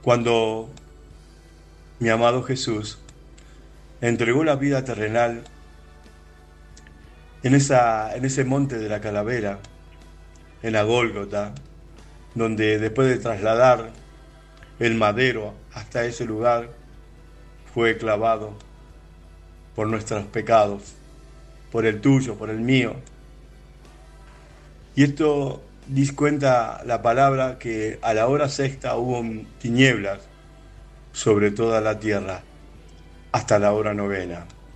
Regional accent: Argentina; de Argentina y agradezco a Dios por este tiempo de poder compartir la palabra con ustedes.

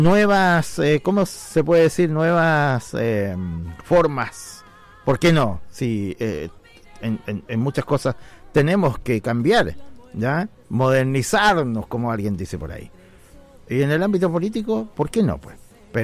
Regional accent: Chile

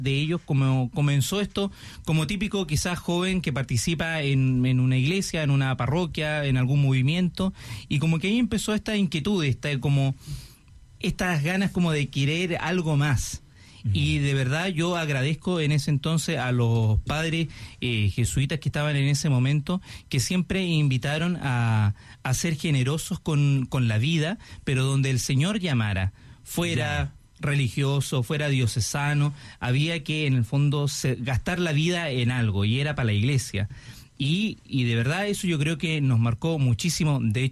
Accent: Valparaíso, Chile; en el fondo nací en el fondo en el sector, o me crié más que nada, porque en el sector de Placilla, Curauma, de ahí soy

